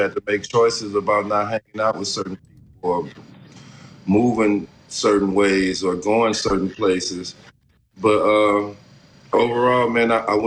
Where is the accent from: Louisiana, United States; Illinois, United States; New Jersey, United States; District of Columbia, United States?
Illinois, United States; East St. Louis; I was a kid from East St. Louis that grew up.